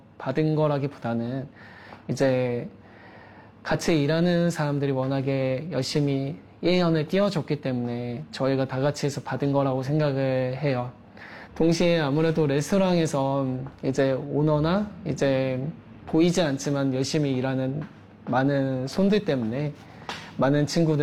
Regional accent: South Korea; moved away as an adult; now in Australia; 저 같은 경우는 한국 사람이다 보니까

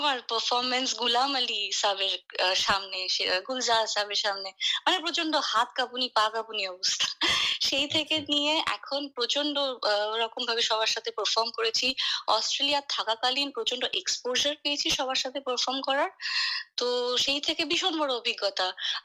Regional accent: Assam, India; also born or lived in Bangalore; আমি আসামের বাসিন্দা, তো অসমীয়া গান শুনতাম, বাংলা ভাষা প্রচন্ড, বাংলা ভাষায় গান আর গান সঙ্গীত চর্চা বাড়িতে হতো। ব্যাঙ্গালোরে পড়াশোনা করেছি

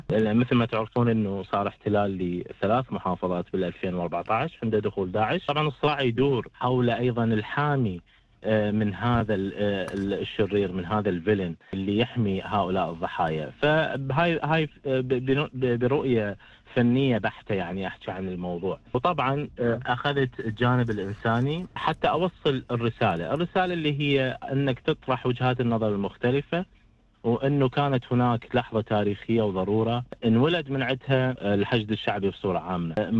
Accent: Iraq; طبعا كعراقي حس بهذا الخطر

